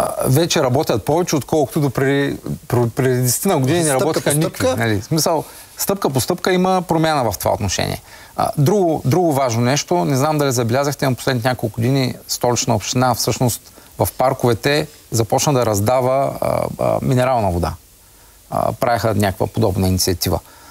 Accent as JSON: {"language": "Bulgarian", "town": "Yambol", "region": "Yambol Province", "country": "Bulgaria", "said": "ами аз в моето детство понятието климатик не съм знаел даже какво е. Аз съм от Ямбол. Там жегите бяха ежедневие."}